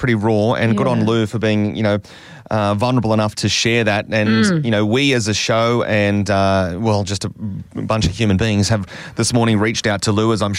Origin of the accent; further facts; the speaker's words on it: Wollongong, New South Wales, Australia; being born and raised here in Wollongong, growing up in Dapto, did my whole entire school life here.